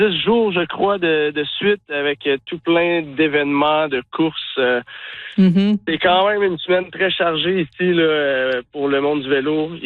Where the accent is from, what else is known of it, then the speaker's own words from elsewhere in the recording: Brossard, Quebec, Canada; Puis j'étais proche de Brossard au Québec. Puis on avait une petite carrière. Puis on se faisait des sauts en vélo dans la terre avec des roches et tout. Puis... un jour, on a déménagé à Beaumont.